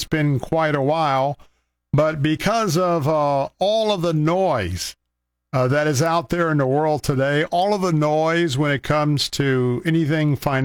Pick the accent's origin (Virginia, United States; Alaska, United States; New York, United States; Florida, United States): Florida, United States; Tampa; as we are broadcasting from our studios right here in beautiful Tampa. Tampa, Florida, my hometown.